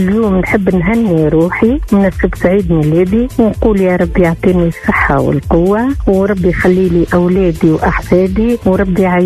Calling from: Nabeul, Nabeul Governorate, Tunisia

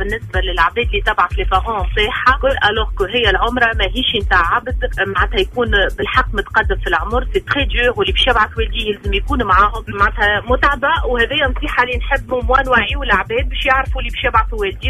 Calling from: Tunisia

